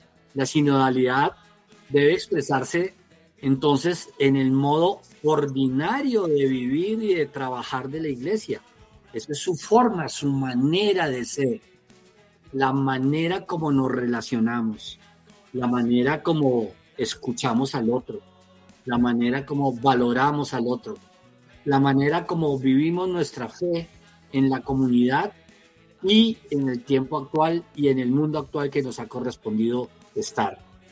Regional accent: Colombia

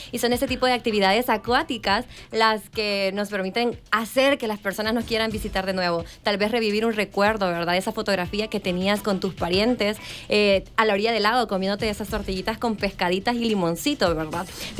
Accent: Ilopango, San Salvador, El Salvador; estoy muy orgullosa de pertenecer, nacer, crecer y representar a mi querido Ilopango.

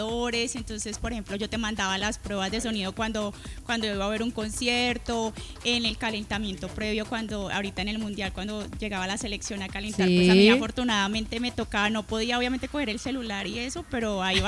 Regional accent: Cali, Valle del Cauca, Colombia; now in Miami, United States; Yo nací aquí en Cali, claro. Yo me crié y hace 8 años vivo en Estados Unidos, en Miami.

